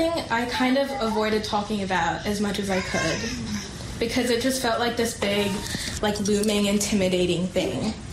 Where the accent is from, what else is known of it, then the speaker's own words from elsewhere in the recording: India; moved away; also born or lived in Malawi / Bangladesh; I'm originally from India, but I've lived all over the world, first in Malawi, then in Bangladesh, and now here.